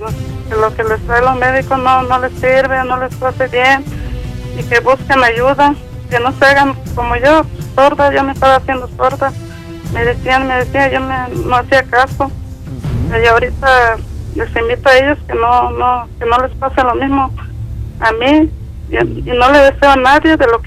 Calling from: Zapopan, Jalisco, Mexico; En Zapopan, Jalisco

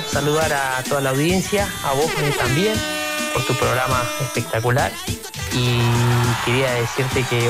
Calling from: Argentina; estamos viviendo acá en Argentina. Somos argentinos. Estamos acá en Villa La Angostura. Pegado entre lagos.

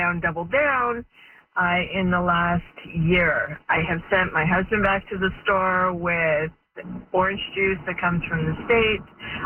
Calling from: Guelph, Ontario, Canada; Hi there. … I'm calling you from Guelph.

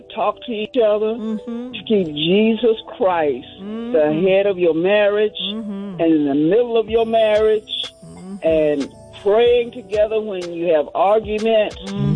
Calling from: Decatur, Georgia, United States; I'm calling from Decatur, Georgia.

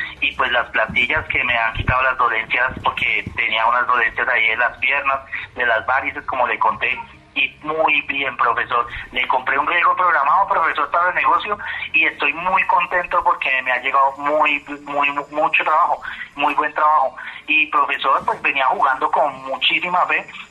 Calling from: Duitama, Boyacá, Colombia; De aquí, de Duitama, Boyacá.

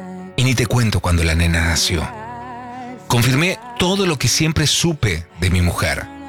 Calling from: Buenos Aires, Argentina; soy de Caballito

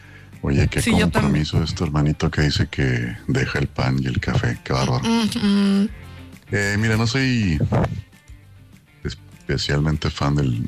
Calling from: Monterrey, Nuevo León, Mexico; como buen regio, hacemos carne asada

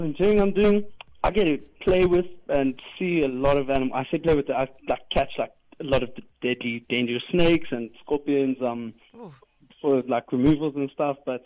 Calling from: Pretoria, Gauteng, South Africa; Hatfield, Pretoria.

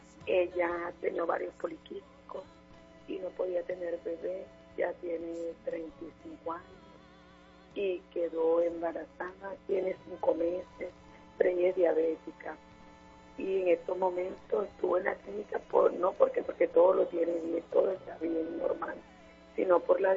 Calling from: Valledupar, Cesar, Colombia; En Valledupar

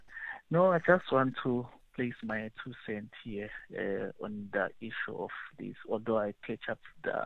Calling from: South Africa; But if we as South Africans

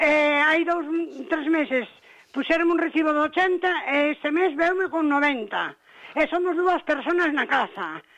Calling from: Pontevedra, Galicia, Spain; Desde aquí de Pontevedra. Pues, Avenida de Marín.

